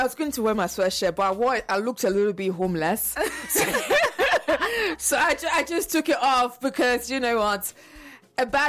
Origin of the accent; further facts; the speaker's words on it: southern Nigeria, Nigeria; because I came from South Nigeria.